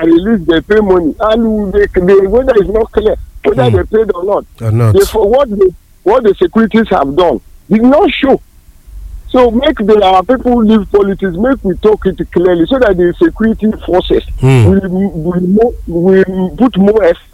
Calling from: Nigeria; I'm calling from Ijo.

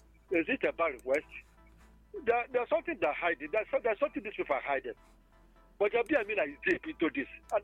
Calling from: Obunka, Anambra, Nigeria; I'm from Obunka, in a number state.

